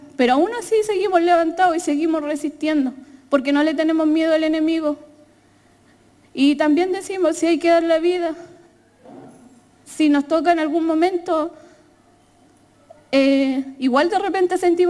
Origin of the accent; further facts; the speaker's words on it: Temucuicui, Araucanía, Chile; Me siento orgullosa de ser de Temucuicú